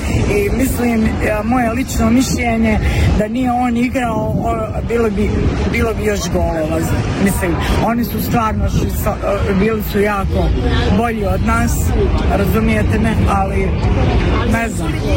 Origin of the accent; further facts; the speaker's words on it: Mostar, Federation of Bosnia and Herzegovina, Bosnia & Herzegovina; now in Atlanta, United States; došla sam iz Atlante, a inače sam iz Mostara.